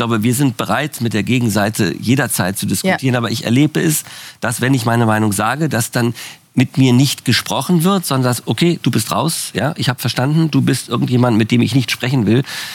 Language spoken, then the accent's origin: German; Berlin, Germany; Ich bin ein Kind West-Berlins